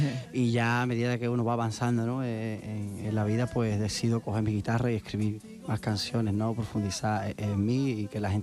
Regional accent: Mairena del Alcor, Andalusia, Spain; Sí, viva mi pueblo, viva mi tierra, una tierra de cante, de flamenco.

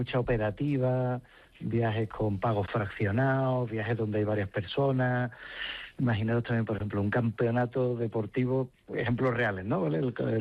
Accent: Seville, Andalusia, Spain; now in Las Rozas, Spain; Yo sí, yo soy de Sevilla, pero vivo aquí en Madrid, en Las Rozas.

